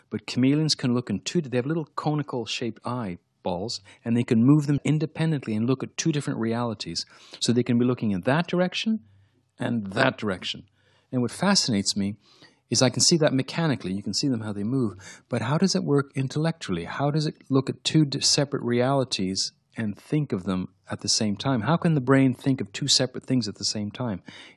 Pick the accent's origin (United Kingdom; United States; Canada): Canada; Quebec; I come from Canada, I come from Quebec, which is now, it used to be a very conservative Roman Catholic province. It left that all behind, unshackled itself, and leapt into the future. It became the most secular, anti-religious